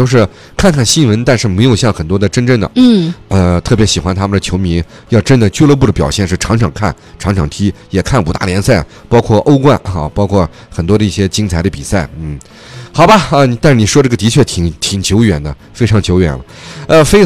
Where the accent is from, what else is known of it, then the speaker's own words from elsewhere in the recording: China; 真的我是那块长大的孩子啊